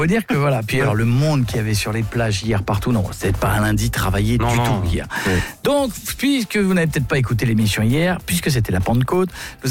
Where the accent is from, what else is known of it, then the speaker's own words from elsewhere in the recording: France; on est Français.